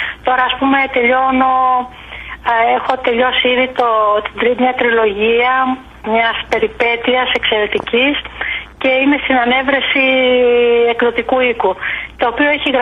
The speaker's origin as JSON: {"language": "Greek", "country": "Greece", "said": "όλα αυτά είναι στοιχεία που ενώνουν εμάς τους Έλληνες σε ολόκληρο τον κόσμο."}